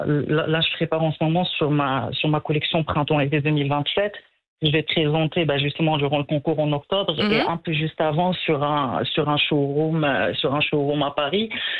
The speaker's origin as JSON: {"language": "French", "country": "Morocco", "said": "Mais en tant que Marocain, moi, c'est vraiment ce qui m'intéresse"}